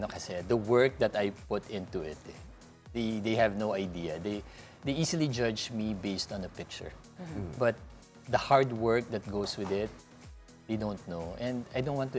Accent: Philippines; I'm from the Philippines

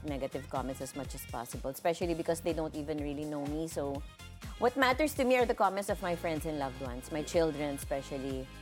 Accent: Philippines; accent: Pinoy (Filipino-mixed); may pagka ano halong Pinoy my accent now, di ba? There it's also may halong Pinoy, but it's more influenced of someone living there for like 5 years. A short period of time.

